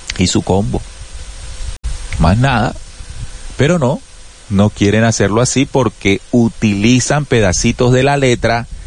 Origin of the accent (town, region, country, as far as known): Colombia